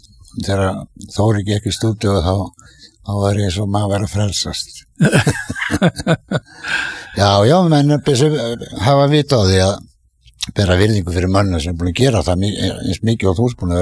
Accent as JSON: {"language": "Icelandic", "town": "Hrísey", "region": "Northeastern Region", "country": "Iceland", "said": "við erum góðir Hríseingar"}